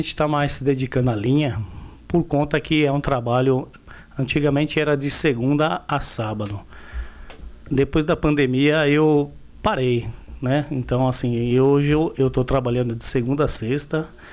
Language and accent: Portuguese; São Paulo, Brazil; Porque se você sai de um, que nem eu saí de São Paulo, capital, se sai do interior de São Paulo, já mudava um pouco. Enfim, eu mudei para o interior da Bahia, então é uma mudança radical.